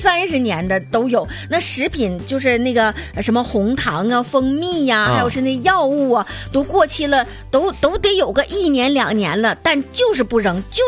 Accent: China; 那你看我们中国人还有可能就是因为老一辈子物质匮乏惯了，所以呢就愿意存东西，

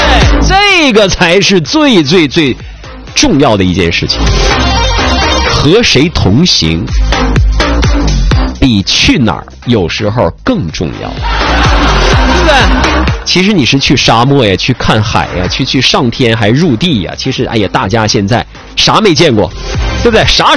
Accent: Northeast China, China; 我们东北人

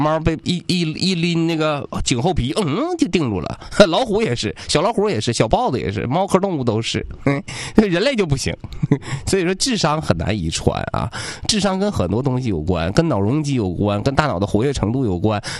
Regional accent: Northeast China, China; 但是我们东北人抗造啊，我们东北人太耐活了

